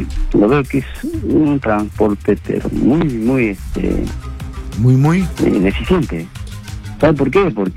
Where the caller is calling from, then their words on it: Lima, Peru; Vivo en Rima, Ciudad de Campo, Los Ángeles